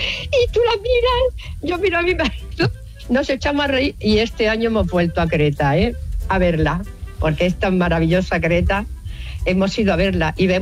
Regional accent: Melilla, Spain; now in Cornellà, Spain; soy de Melilla, pero bueno, vivo en Cornilla.

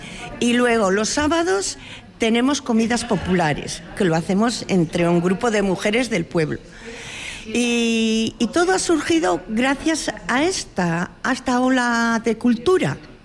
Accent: Palacios de Campos, Castile and León, Spain; born there; now in Villanueva de San Mancio, Spain; soy de Villanueva de Salmancio. Bueno, nacida en Palacios de Campos y casada en Villanueva de Salmancio. Llevo 47 años aquí en este pueblo

